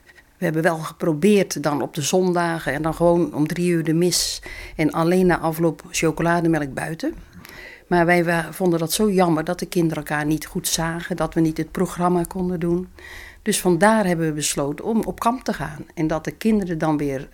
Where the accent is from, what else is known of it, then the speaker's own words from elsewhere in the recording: Zeist, Utrecht, Netherlands; Ik kom ook uit Zeist.